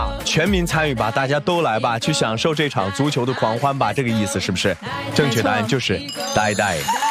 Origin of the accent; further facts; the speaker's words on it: China; 也是属于我们中国人的精神